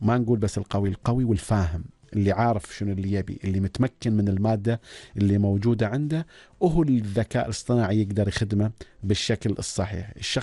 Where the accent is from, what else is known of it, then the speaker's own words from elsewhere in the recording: Oman; والله يعود الأيام الجميلة هذه على بلدنا عمان بالخير،